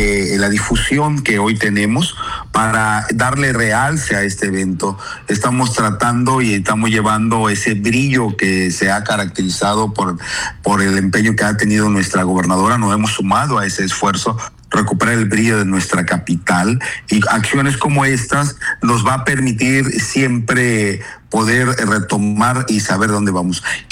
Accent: Chetumal, Quintana Roo, Mexico; Otompe Blanco y Chetumal somos una identidad caribeña

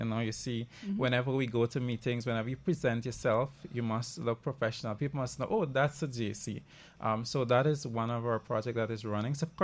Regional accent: Pomeroon-Supenaam, Guyana; I'm from Essequibo. I'm actually from the Essequibo Coast. I live and work there.

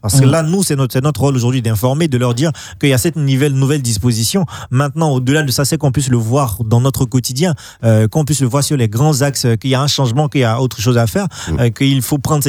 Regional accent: Côte d’Ivoire; Je me pose juste des questions en tant qu'Ivoirien.

